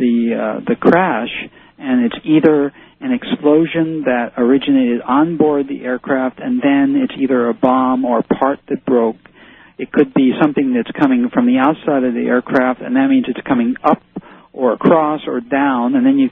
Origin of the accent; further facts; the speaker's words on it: Hackensack, New Jersey, United States; born there; moved away; I was born in Hackensack.